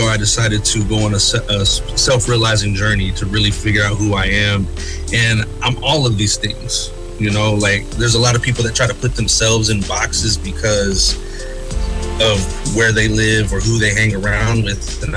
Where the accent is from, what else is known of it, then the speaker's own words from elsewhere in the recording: Oklahoma, United States; also born or lived in Dallas; I'm a native black and white from Oklahoma. I was born in Dallas, but we don't talk about that.